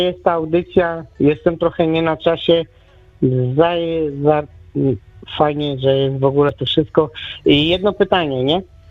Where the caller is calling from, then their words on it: Ruda Śląska, Silesian Voivodeship, Poland; Ruda Śląska.